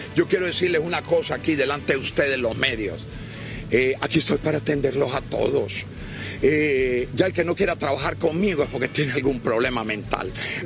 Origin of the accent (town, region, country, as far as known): Honduras